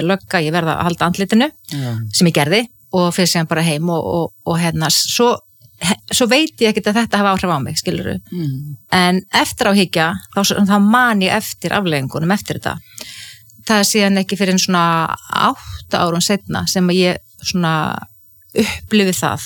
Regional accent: Ísafjörður, Westfjords, Iceland; ég óttaðist sjóin sem kannski líka tengist því að ég alveg upp á Ísafirði þar sem voru tíu sjóslis og menn drukknuðu

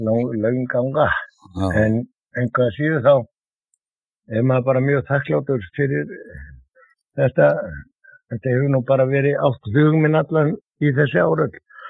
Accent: Reykjavík, Capital Region, Iceland; ég er fæddur á uppalinn í Klefsholtinu

